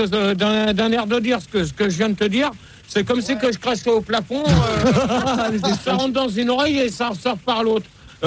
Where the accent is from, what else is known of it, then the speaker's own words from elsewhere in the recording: Marseille, Provence-Alpes-Côte d'Azur, France; Parce que moi, je suis Marseillais. Je supporte Marseille.